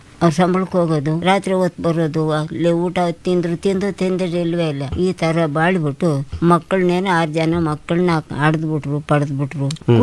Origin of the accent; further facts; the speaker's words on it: Gubbi, Karnataka, India; ಗುಬ್ಬಿ ಹೊಸಳ್ಳಿ ತಾಲೂಕಿನಲ್ಲಿ ನಾವು ಹುಟ್ಟಿ ಬೆಳೆದಿದ್ದು.